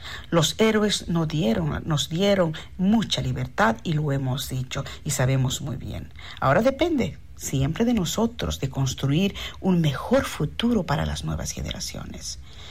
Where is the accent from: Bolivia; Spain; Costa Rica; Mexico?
Bolivia; now in Sweden